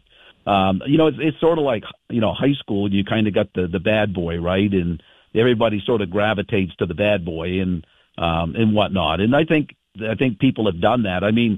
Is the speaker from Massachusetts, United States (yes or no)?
no; Maine, United States; we're from Maine, we don't do crazy.